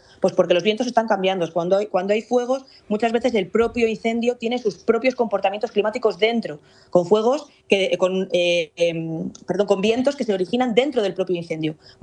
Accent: Castile and León, Spain; Pablo Fernández, que es de mi tierra, León

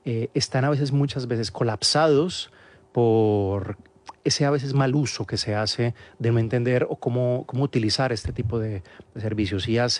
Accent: Colombia; sobre un contraste de cómo lo trabajé en Colombia, porque yo fui médico de urgencias por 5 años en mi país.

